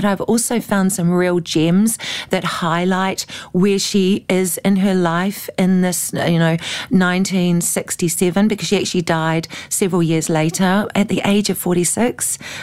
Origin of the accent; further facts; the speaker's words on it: New Zealand; oh, being a Kiwi, of course we jump right in, don't we? And I just went, "Hello, Doris. … I've come all the way from New Zealand to wish you a very happy birthday.